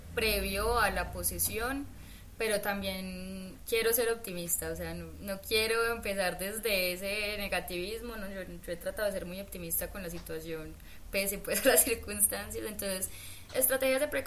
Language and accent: Spanish; Medellín, Antioquia, Colombia; yo crecí en la Universidad de Antioquia, literalmente crecí, mi mamá trabajaba allá, yo, mi vida fue toda la UdeA